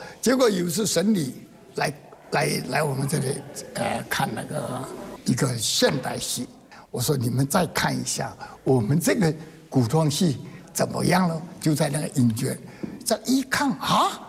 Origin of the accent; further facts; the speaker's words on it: Fujian, China; 陈多是我们福建人啊